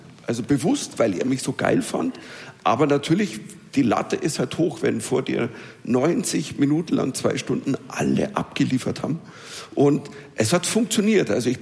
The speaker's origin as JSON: {"language": "German", "country": "Germany", "said": "wie weit kannst du gehen in Russland als Deutscher? Was kannst du machen?"}